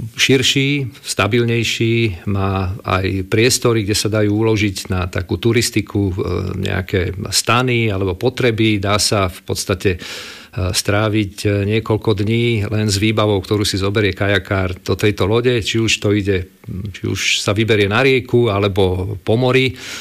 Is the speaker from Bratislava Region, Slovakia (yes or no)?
yes; Bratislava, Bratislava Region, Slovakia; also born or lived in Nitra; Áno, tak Nitra je moje rodisko, to samozrejme mám v rodnom liste napísané, aj moja rodina z maminej strany odtiaľ pochádza, ale celý život som prežil vlastne v Bratislave, takže som Bratislavčan, nemôžem povedať rodený, ale mám vzťah v Bratislave ako veľmi silný. No a v Lamači bývam takmer 30 rokov